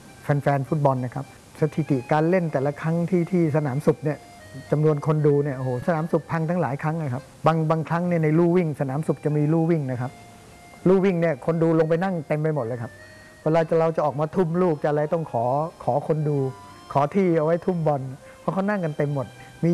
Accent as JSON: {"language": "Thai", "region": "Phitsanulok", "country": "Thailand", "tie": "born or raised there", "said": "พอผมเรียนประถมที่จังหวัดพิษณุโลกนะผมเป็นคนพิษณุโลกก็ได้ฝึกฝนจากพ่อบุญธรรมเยอะเด็กบ้านนอกนะครับ"}